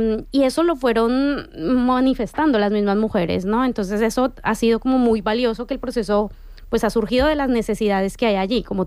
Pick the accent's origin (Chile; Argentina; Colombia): Colombia